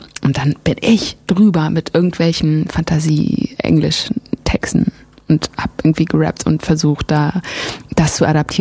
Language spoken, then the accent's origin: German; Frankfurt am Main, Hesse, Germany; born there; Ich bin in Frankfurt am Main geboren, richtig.